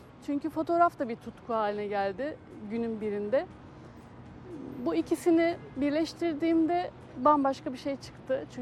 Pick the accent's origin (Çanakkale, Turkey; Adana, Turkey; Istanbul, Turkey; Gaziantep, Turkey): Çanakkale, Turkey; Çanakkale'de doğdum, büyüdüm.